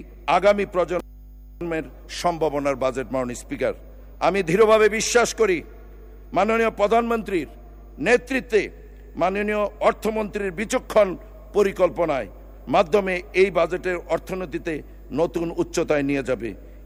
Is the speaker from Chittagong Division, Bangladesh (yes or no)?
yes; Comilla, Chittagong Division, Bangladesh; born there; আমি কুমিল্লার সন্তান